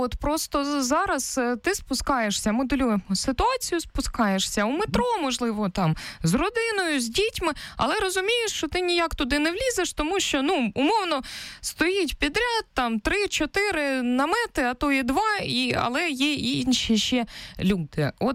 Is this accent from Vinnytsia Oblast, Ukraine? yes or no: no; Kharkiv, Kharkiv Oblast, Ukraine; now in Kyiv, Ukraine; Я як харків'янка, коли переїхала до Києва